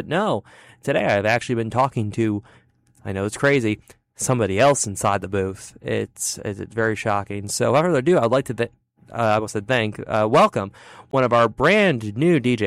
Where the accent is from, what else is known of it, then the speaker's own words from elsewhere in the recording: Illinois, United States; You see, me, I say I'm from Chicago. I'm not actually from it